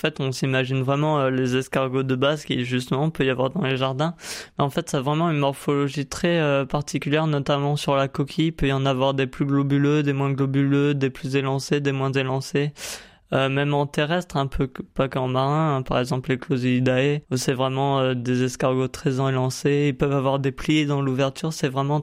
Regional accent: Grand Est, France; moved away as an adult; also born or lived in Morlaix, Brittany; Moi j'ai fait un bac pro gestion des milieux naturels et la faune à côté de Troyes dans l'Aube, là d'où je viens.

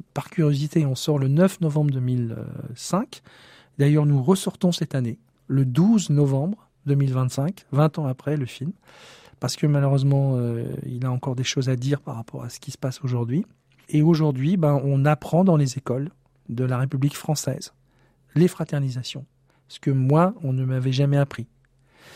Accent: Hauts-de-France, France; je vous l'ai dit, je viens du Nord-Pas-de-Calais. Et dans nos champs, là-haut, il y a des vestiges de 14-18 partout.

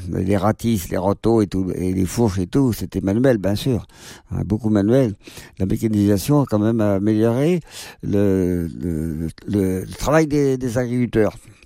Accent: Les Herbiers, Pays de la Loire, France; chez nous, aux Herbiers

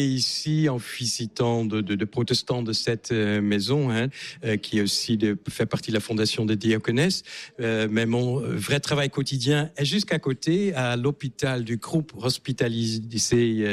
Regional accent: Netherlands; French is a second language; moved away as an adult; now in France; Tout à fait, que je n'ai pas perdu depuis les 35 ans que je suis en France. Je suis néerlandais et donc venu il y a 35 ans en France. J'ai fait une formation à Amsterdam d'universitaire pendant 5 ans

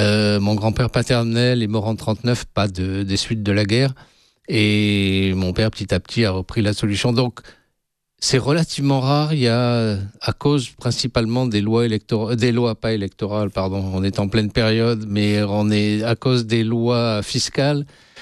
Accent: Nice, Provence-Alpes-Côte d'Azur, France; Donc je suis né à Nice, je suis un vrai niçois malgré mon nom, mes parents sont nés à Nice, trois de mes quatre grands-parents sont nés dans les Alpes-Maritimes.

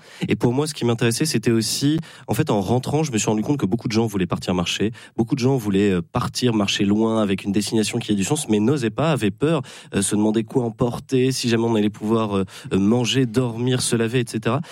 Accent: Paris, Île-de-France, France; lorsque l'on est parisien, on a tous un peu un lien avec Rome.

